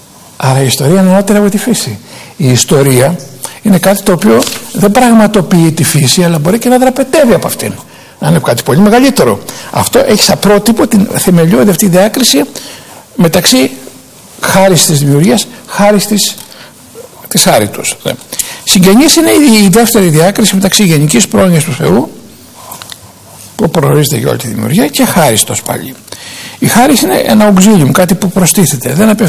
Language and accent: Greek; Greece; Δεν έχει σημασία ότι εγώ είμαι Έλληνας